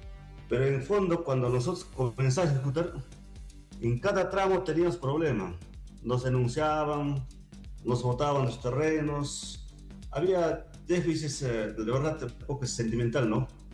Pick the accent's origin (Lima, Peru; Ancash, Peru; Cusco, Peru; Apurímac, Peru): Ancash, Peru; Colcabamba; yo soy de Colcabamba, nacido y crecido